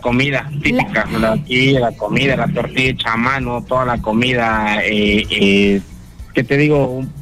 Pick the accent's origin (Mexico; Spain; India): Mexico; Tabasco; moved away as an adult; now in Playa del Carmen, Mexico; me recibe con mucho calor, pero es mi tierra natal.